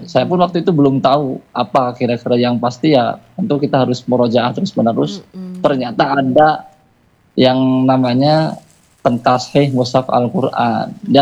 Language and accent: Indonesian; Majalengka, West Java, Indonesia; also born or lived in Bandung / Cirebon; Saya asli dari Majalengka. Saya sekolah di Majalengka kira-kira sampai SMP, lalu SMA saya pindah ke Bandung.